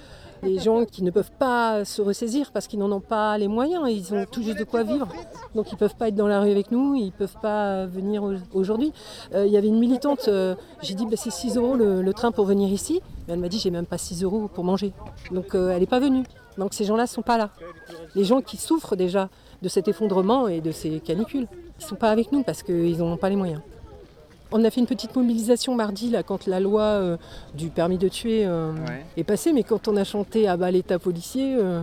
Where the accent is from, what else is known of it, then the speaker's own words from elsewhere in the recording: Le Havre, Normandy, France; Ben exactement, je viens du Havre et ce méga canal nous concerne aussi